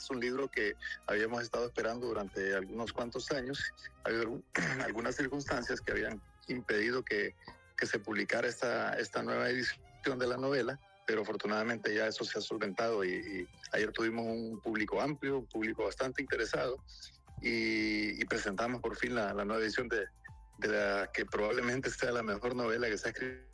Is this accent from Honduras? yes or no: yes; Honduras; Es la novela más hondureña que se ha escrito, la novela que mejor nos representa como hondureños